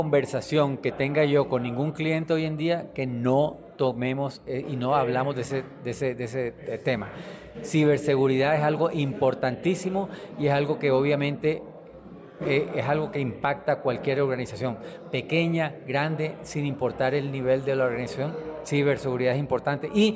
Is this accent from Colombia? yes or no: yes; Barranquilla, Atlántico, Colombia; now in United States; Bueno, de casualidad soy barranquillero, soy colombiano, pero tengo 37 años viviendo fuera del país, en los Estados Unidos.